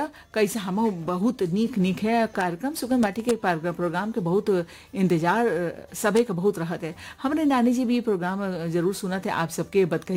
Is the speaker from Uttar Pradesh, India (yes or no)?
yes; Katra, Uttar Pradesh, India; कटरा बारामंकी का रहने वाला हूँ